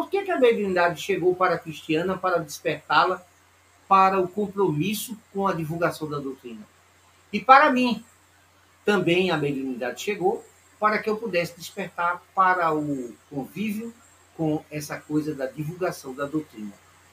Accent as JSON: {"language": "Portuguese", "region": "Alagoas", "country": "Brazil", "moved": "yes", "lives_now": "Recife, Brazil", "said": "comecei a compreender a doutrina espírita quando eu me aproximei e vim morar no Recife. Eu saí de Alagoas e viemos morar em Recife."}